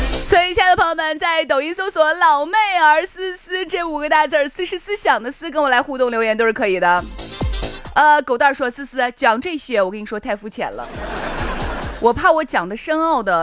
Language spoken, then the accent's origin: Chinese; Shaanxi, China; 就我们陕西人啊